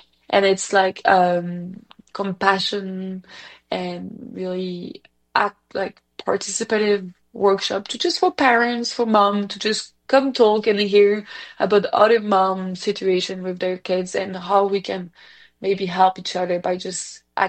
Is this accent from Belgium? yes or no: yes; Belgium; accent: Belgian; first language French; English is a second language; So basically, as me, when I speak French too, I have my Belgian accent coming up. People say it's been mixing a bit with Quebec, but yeah.